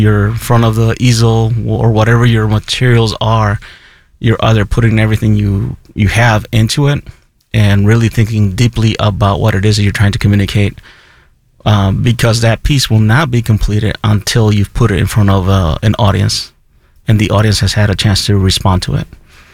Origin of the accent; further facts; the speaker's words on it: Nicaragua; You know, I'm from Nicaragua